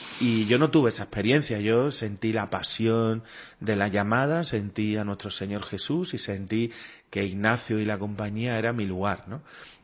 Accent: Badajoz, Extremadura, Spain; born there; moved away as an adult; Yo soy antiguo alumno del Colegio Virgen de Guadalupe, mis hermanas y mi hermano también, y hemos tenido desde siempre mucha relación con los jesuitas en Badajoz

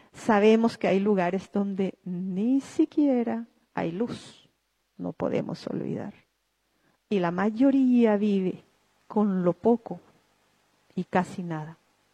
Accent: Paraguay

